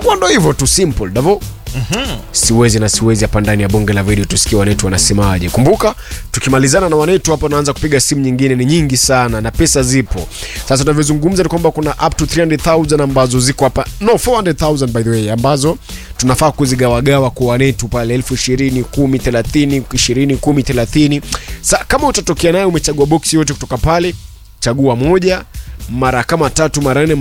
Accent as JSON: {"language": "Swahili", "town": "Bungoma", "region": "Bungoma County", "country": "Kenya", "said": "Mimi mwenyewe natoka Bungoma kaka."}